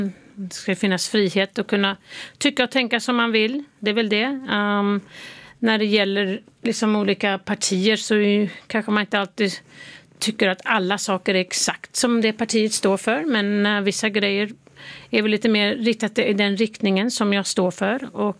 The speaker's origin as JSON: {"language": "Swedish", "country": "Sweden", "moved": "yes", "lives_now": "United States", "said": "Ja, jag är fortfarande svensk medborgare."}